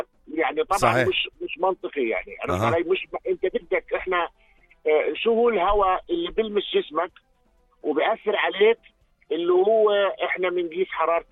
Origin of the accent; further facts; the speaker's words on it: Jordan; اللي عندنا في الاردن